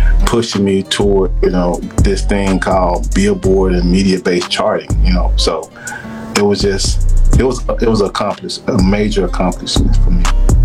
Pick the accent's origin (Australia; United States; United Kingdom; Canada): United States; Memphis, Tennessee; I was raised in North Memphis, and coming up in North Memphis, I didn't even know it was a big world out there